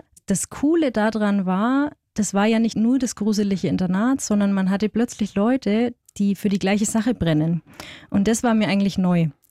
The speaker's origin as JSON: {"language": "German", "region": "Bavaria", "country": "Germany", "said": "Ja, ist vor allem sehr lustig, wenn man sich vorstellt und sagt, ich bin aus dem Fichtelgebirge, dann überlegen die, welches Gebirge im Alpenraum kennen wir denn nicht?"}